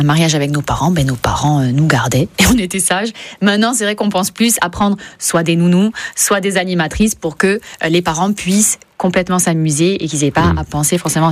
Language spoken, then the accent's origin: French; Porto-Vecchio, Corsica, France; now in Ajaccio, France; moi, je suis originaire de Porto Vic, donc voilà, j'aime beaucoup le sud. Je vis à Ajaccio, mais bien évidemment, je me déplace dans toute la Corse.